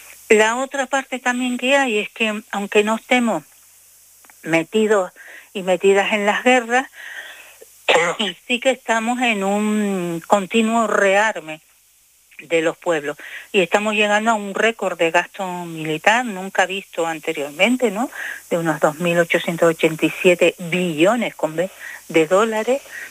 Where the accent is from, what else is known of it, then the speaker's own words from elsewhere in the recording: Tenerife, Canary Islands, Spain; las mujeres que pertenecemos a este Tagoror y que somos de Tenerife